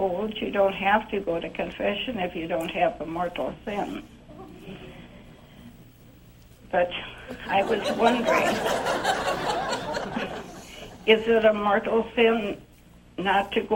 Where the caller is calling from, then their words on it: Minnesota, United States; Minnesota.